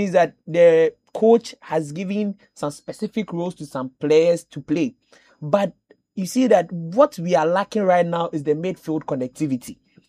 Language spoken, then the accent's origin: English; Ghana; Even though as a Ghanaian, you feel that those 2 goals that you conceded